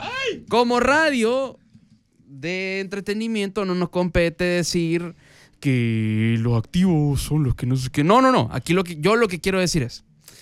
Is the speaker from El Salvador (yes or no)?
yes; El Salvador; Y si no, nosotros como salvadoreños le agarramos ahí la onda.